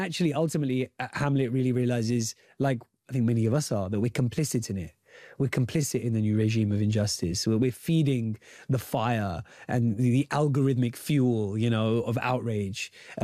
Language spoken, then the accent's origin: English; United Kingdom; my own lived experience as a British Asian.